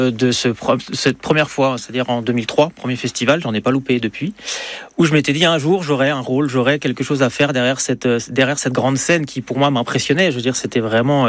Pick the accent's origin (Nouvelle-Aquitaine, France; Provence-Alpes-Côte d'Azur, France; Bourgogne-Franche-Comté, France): Bourgogne-Franche-Comté, France; born there; also born or lived in Normandy; je suis un vrai local de l'étape. Alors, une petite déviance, c'est que je suis né en Normandie, donc je suis originaire de Normandie, mais je suis du Nord-Territoire depuis que j'ai 9 ans.